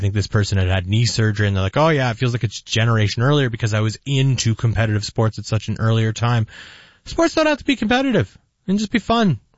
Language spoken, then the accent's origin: English; Hamilton, Ontario, Canada; now in Windsor, Canada; I'm from Hamilton.